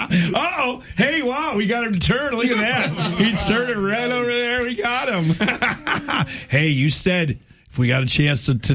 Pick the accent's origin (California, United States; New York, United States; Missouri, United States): New York, United States; I grew up in New York. I was raised by an Irish New Yorker firefighter who owned his own auto body shop.